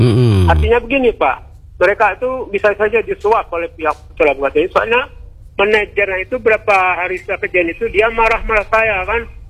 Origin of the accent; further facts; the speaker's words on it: Indonesia; Mana saya ini orang asli Indonesia pertama kan